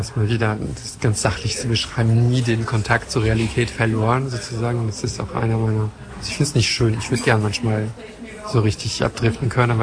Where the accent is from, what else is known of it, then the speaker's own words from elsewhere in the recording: France; German is a second language; now in Germany; ich war halt letzten Monat in Frankreich, in Urlaub bei meinen Eltern, weil ich komme ja aus Frankreich ursprünglich.